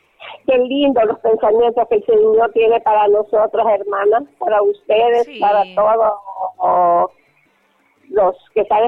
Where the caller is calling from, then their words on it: San Pedro Sula, Cortés, Honduras; Yo la llamo en San Pedro